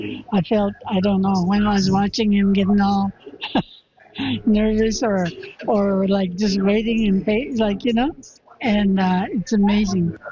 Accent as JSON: {"language": "English", "town": "Dawson", "region": "Yukon", "country": "Canada", "said": "I'm from Dawson."}